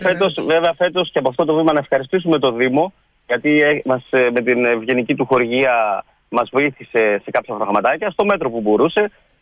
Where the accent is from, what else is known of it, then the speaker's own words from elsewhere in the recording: Athens, Attica, Greece; born there; moved away as an adult; also born or lived in Tzoumerka; now in Ioannina, Greece; Είμαι στην αρχή από τα Τζουμέρκα, από τα Γιάννα. Είμαι γεννημένος στην Αθήνα, σπουδαγμένος στην Αθήνα κι εγώ. Επέστρεψα κι εγώ στα Γιάννα.